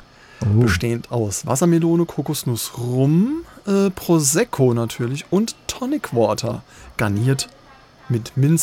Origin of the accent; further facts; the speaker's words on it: Neunkirchen, Saarland, Germany